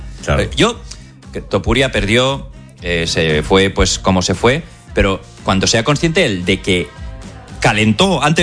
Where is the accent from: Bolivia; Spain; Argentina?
Spain; now in United States; somos muchos españoles aquí en Estados Unidos